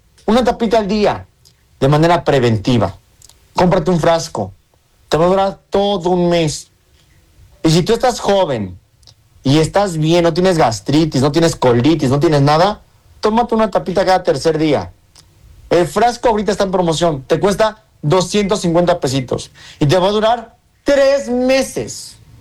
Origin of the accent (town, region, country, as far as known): Mexico